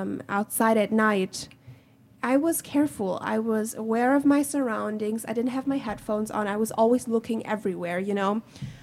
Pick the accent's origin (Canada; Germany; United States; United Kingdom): Germany; Villingen-Schwenningen, Baden-Württemberg; also born or lived in Furtwangen / Stuttgart; It's a little city called Villingen-Schwenningen.